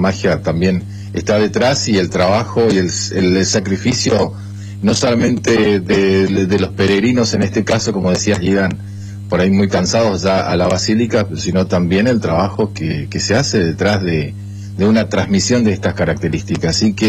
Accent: Corrientes, Argentina; Y bueno, como buen correntino, y el día sábado, más allá de la cuestión religiosa, el sábado 19 es el Día Internacional del Chamamé.

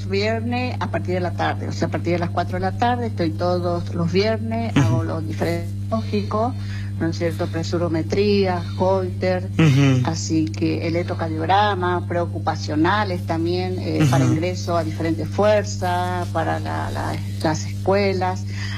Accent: Eldorado, Misiones, Argentina; Yo soy de El Dorado

